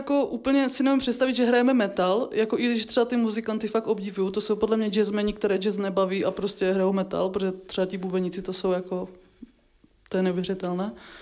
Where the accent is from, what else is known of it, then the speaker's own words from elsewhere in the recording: Zlín Region, Czechia; Zároveň jsme hráli v cymbálovce, oba s bráchou, protože jsme z Valašska.